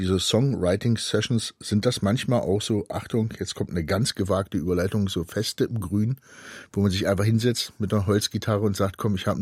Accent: Magdeburg, Saxony-Anhalt, Germany; Gute Entscheidung, sage ich da jetzt mal als Magdeburger.

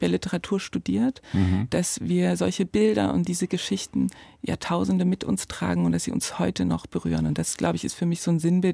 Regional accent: Vohburg, Bavaria, Germany; also born or lived in Borna; Das Krankenhaus steht in Borna, aber aufgewachsen bin ich in Vohburg.

